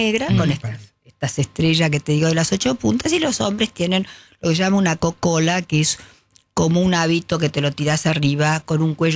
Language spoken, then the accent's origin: Spanish; Argentina